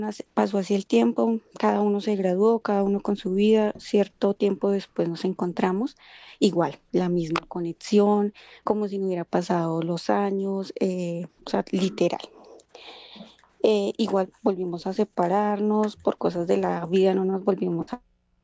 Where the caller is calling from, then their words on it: Bogotá, Bogotá Capital District, Colombia; desde mi amada y fría Bogotá.